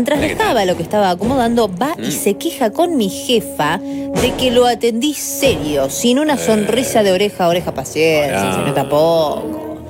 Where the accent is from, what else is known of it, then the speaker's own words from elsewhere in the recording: Argentina; lo argentino, que soy yo.